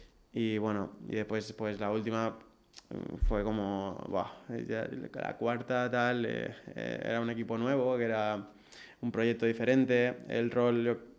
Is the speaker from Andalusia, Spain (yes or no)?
no; Campos, Balearic Islands, Spain; yo empecé a jugar en el Campos, yo soy de Campos, pues empecé a jugar allí a los... No sé si tendría 6 años